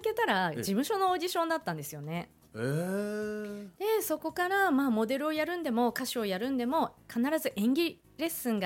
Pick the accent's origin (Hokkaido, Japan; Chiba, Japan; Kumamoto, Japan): Hokkaido, Japan; moved away as an adult; now in Tokyo, Japan; 当時この北海道から東京出るときに